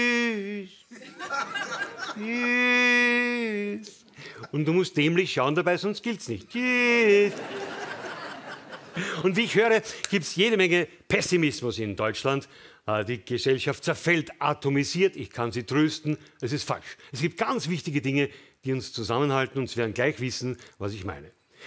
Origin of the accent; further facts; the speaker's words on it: Vienna, Austria; Oder wissen Sie, was ich als Wiener vor 3 Tagen das erste Mal gesagt habe? Tschüss.